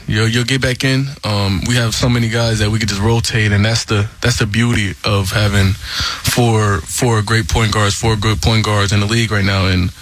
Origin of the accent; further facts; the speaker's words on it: Marietta, Georgia, United States; I'm from Marietta, so.